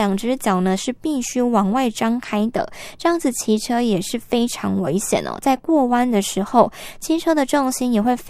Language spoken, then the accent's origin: Chinese; Taiwan; 其实呢，我们台湾人呢最不喜欢把时间浪费在排队还有奔波上面